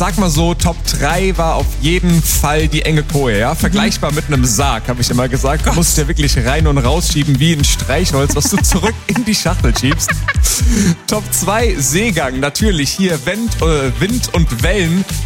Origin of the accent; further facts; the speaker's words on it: Greece; German is a second language; Ja, ich komme aus dem Meer, bin Grieche.